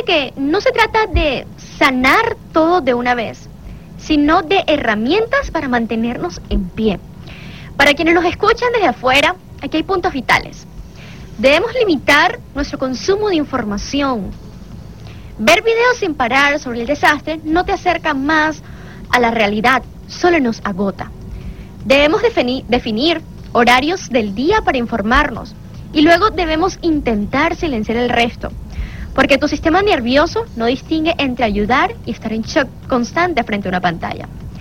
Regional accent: Venezuela; que como venezolanos hemos atravesado

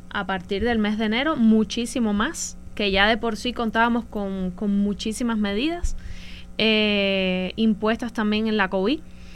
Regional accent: Cuba; now in Venezuela; soy cubana, sino lo digo porque estoy del lado de acá y también tengo a toda mi familia del lado de allá en Cuba

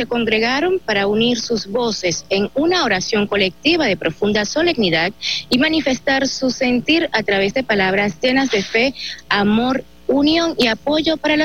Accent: Venezuela; porque nosotros somos hermanos en amor y en fe. Esos somos los venezolanos.

